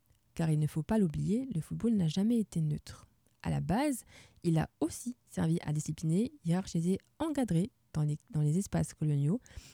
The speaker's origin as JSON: {"language": "French", "town": "Rennes", "region": "Brittany", "country": "France", "tie": "born or raised there", "also_born_or_lived": "Meulan, France", "said": "Il faut savoir que je suis franco-ivoirienne. Donc je suis née à Meulan, près des Mureaux. Et si je dois encore préciser, c'est en banlieue parisienne. Oui, la vanne est tentante parce qu'il est dans le 78, mais on va s'en passer. J'ai ensuite grandi à Rennes, ville antifa."}